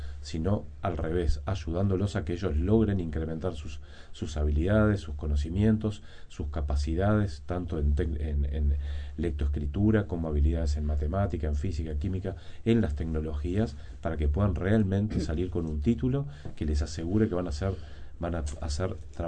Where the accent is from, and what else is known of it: Uruguay